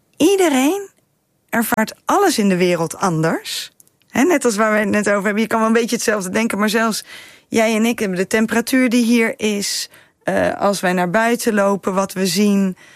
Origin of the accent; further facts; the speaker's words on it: Oosterhout, North Brabant, Netherlands; moved away; Ik ben opgegroeid in Oosterhout.